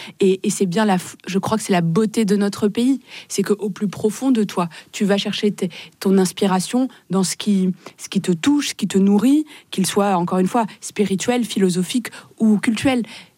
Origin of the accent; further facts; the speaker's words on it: Morocco; now in France; Moi, j'ai grandi au Maroc, dans un pays multiculturel, où musulmans, juifs, chrétiens, pour le coup, vivent ensemble